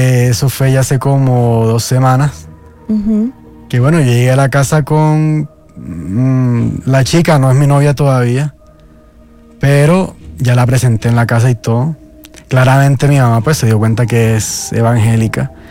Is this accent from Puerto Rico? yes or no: no; Cartagena, Bolívar, Colombia; Yo soy de Cartagena.